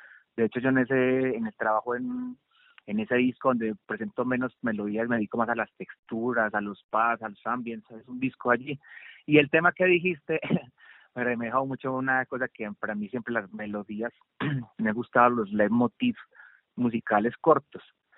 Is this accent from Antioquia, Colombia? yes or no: yes; Jardín, Antioquia, Colombia; yo soy del suroeste, soy de Jardín, Antioquia. Vengo de nacer en el interior de las montañas del Nudo de Paramillo, un punto muy clave donde el … como dice, el agrio riñón de los Andes, es un sector súper montañoso.